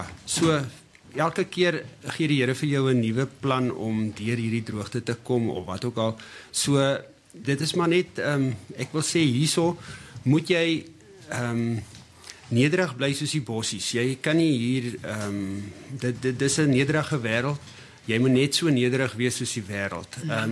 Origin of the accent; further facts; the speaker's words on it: Beaufort West, Western Cape, South Africa; moved away as an adult; now in Merweville, South Africa; ek kom van Beaufort West af, ek het daar op een plaas groot geword